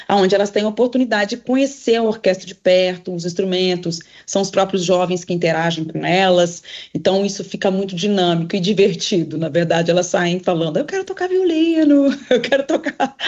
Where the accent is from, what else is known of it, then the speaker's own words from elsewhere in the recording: Minas Gerais, Brazil; E como eu sou uma menina do interior do Brasil, como eu sou de um lugar, eu sou do leste de Minas, né, de uma cidade de 80 mil habitantes